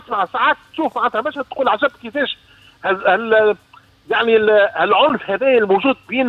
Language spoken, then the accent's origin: Arabic; Tunisia; نحن كتابع تونسي